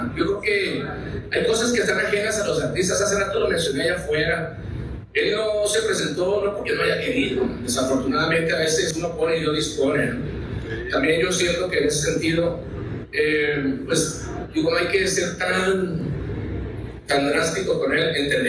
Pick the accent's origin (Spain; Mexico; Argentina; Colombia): Mexico; hay que sentirnos como mexicanos orgullosos que la música mexicana se escuche ahí